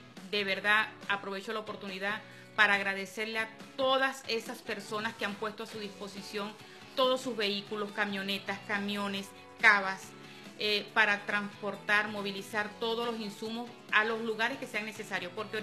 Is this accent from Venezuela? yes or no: yes; Venezuela; poder decir que somos venezolanos